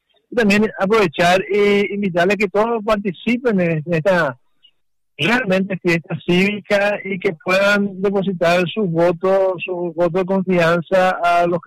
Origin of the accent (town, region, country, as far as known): Encarnación, Itapúa, Paraguay